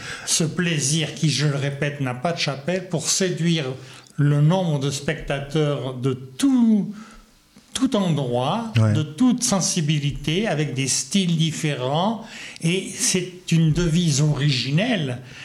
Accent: Tarbes, Occitanie, France; born there; Alors, je suis né à Tarbes il y a trop longtemps. J'ai passé un bac très jeune. J'avais 16 ans. Puis je suis parti à Toulouse.

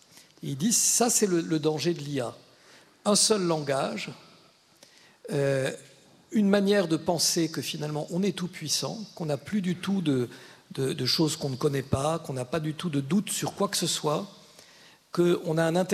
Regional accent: Grand Est, France; now in Bayonne, France; moi je suis alsacien, alors j'y suis sensible aussi à la pluralité des langues

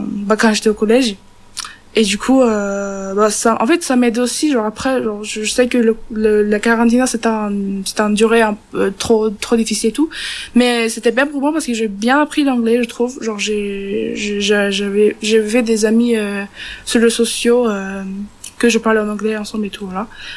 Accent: Turkey; French is a second language; Des fois que je suis turque. Et je suis pas française, je suis pas une citoyenne française.

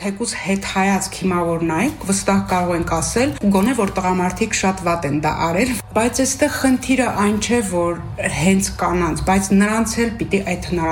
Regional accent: Sos, Nagorno-Karabakh, Azerbaijan; ծնվել ու մեծացել եմ Արցախի ամենասիրուն անկյուններից մեկում, Ամարաս վանքի մոտակայքում է մեր գյուղը, Սոս գյուղ, մինչև կրթություն ստանալս ապրել եմ գյուղում։

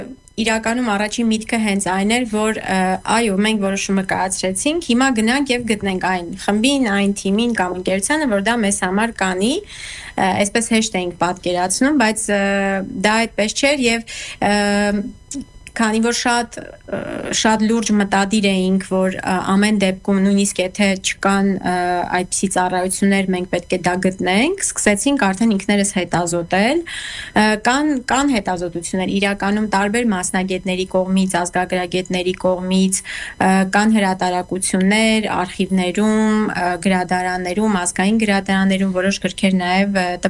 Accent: Goris, Syunik, Armenia; born there; ես ծնունդով Գորիսից եմ և մեր ընտանիքում շատ ընդունված է եղել երգը

